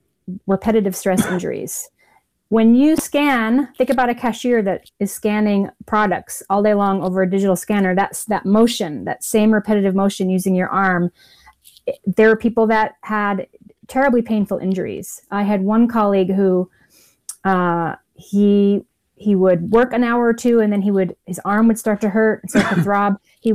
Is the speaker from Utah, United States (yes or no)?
yes; Utah, United States; moved away as an adult; also born or lived in Idaho / New York City; I couldn't afford life in New York City anymore. Moved back to my home state of Utah